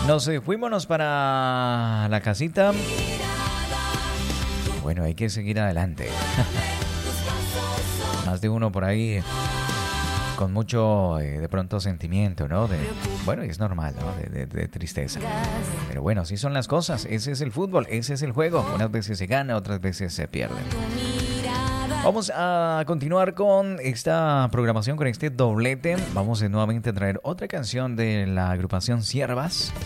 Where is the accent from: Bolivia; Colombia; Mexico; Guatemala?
Colombia